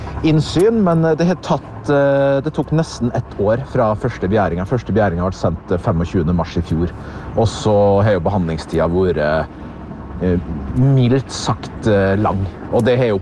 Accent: the district, Møre og Romsdal, Norway; also born or lived in Molde; en fast lytter som hadde hørt på dialekten min at vi var fra distriktet.

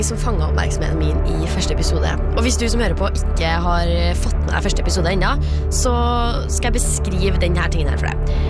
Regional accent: Trøndelag, Norway; Hvordan tror du det her påvirker våre rykte som trøndere egentlig?

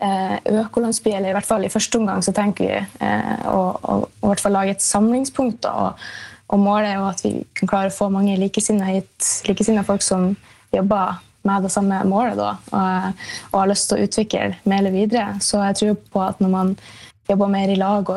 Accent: Meløy, Nordland, Norway; Og så fant jeg ut at det er jo hjemplassen min jeg vil være. Så da tenkte jeg kanskje man måtte ta steget og lage sin egen jobb da, og hva er bedre å markedsføre enn faktisk Meløy.

